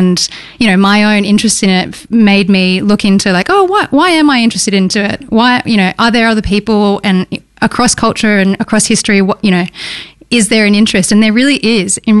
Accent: Sydney, New South Wales, Australia; moved away as an adult; now in Melbourne, Australia; I'm originally from Sydney. I ended up moving to Melbourne to go to VCA, studied Bachelor of Fine Arts in Dance there.

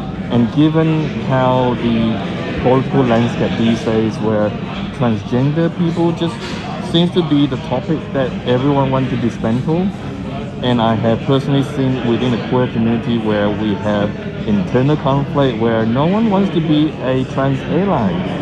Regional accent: Christchurch, Canterbury, New Zealand; No, I'm not from Auckland. I'm from Otatahi, Christchurch.

